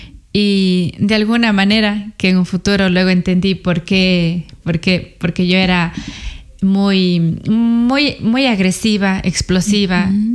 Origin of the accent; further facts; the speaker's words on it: Sucúa, Morona Santiago, Ecuador; Pasé en Sucúa, yo soy de Sucúa, de Morona, Santiago. Pasé allá hasta los 9 años con mi abuelita.